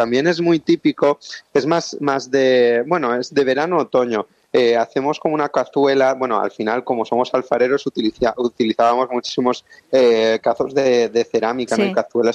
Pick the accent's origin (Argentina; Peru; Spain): Spain; Potries, Valencian Community; yo me puedo desplazar a Valencia, la tengo a una hora en coche, o si me voy a Gandía cojo el tren y tal, pero hay mucha gente de mi pueblo que no puede tener esas experiencias